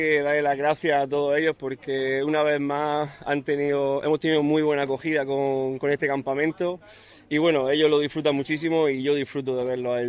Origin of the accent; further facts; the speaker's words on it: Motril, Andalusia, Spain; moved away as an adult; now in Germany; voy diciendo el nombre de Motril. Estoy muy orgulloso de donde soy